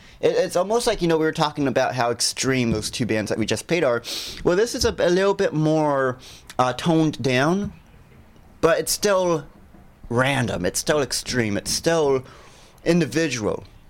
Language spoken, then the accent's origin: English; United States; Now, these guys, Carolinians, like us.